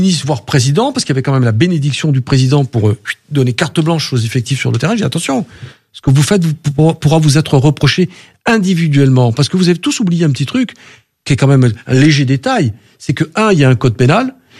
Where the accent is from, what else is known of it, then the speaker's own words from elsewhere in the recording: Marseille, Provence-Alpes-Côte d'Azur, France; j'en reviens toujours parce que j'ai grandi à Marseille.